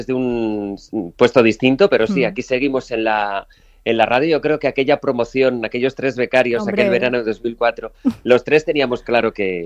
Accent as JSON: {"language": "Spanish", "country": "Spain", "said": "Soy un tipo muy de pueblo, soy de la Ribera, presumo cada vez más de serlo, y más orgulloso de eso."}